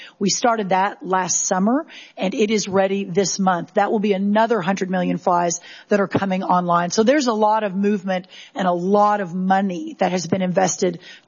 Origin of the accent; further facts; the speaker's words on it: Texas, United States; obviously I'm from Texas. I'm from cotton and cattle.